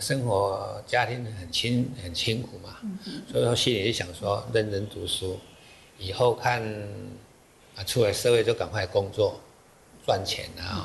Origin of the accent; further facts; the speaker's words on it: Tanzi, Taichung, Taiwan; 我是民国43年在潭子出生，读潭子国小，潭子那个地方有潭子糖厂，